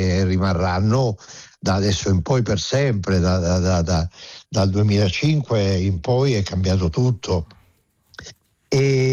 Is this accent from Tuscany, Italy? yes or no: no; Calabria, Italy; perché poi sono un calabrese, lo sai, i calabresi, poi sono un calabrese salesiano.